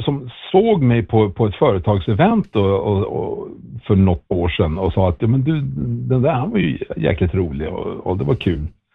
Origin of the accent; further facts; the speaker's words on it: Norrland, Sweden; Jag är själv norrlänning